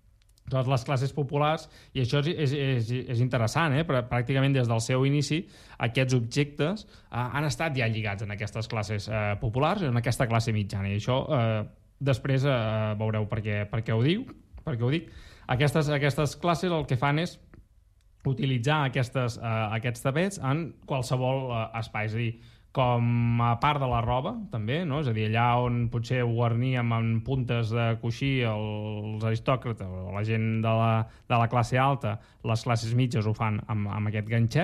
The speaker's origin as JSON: {"language": "Catalan", "region": "Catalonia", "country": "Spain", "said": "com que som catalans"}